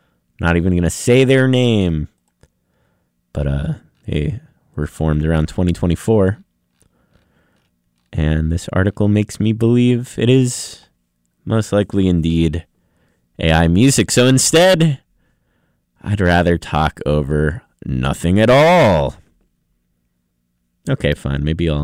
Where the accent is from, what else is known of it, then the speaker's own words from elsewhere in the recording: United States; I'm an American.